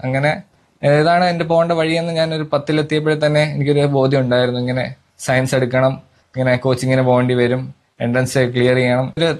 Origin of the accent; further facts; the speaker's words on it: Kerala, India; born there; ഞാൻ 8-ാം ക്ലാസ് വരെ Kottoor little flower സ്കൂളിലാണ് പഠിച്ചത്.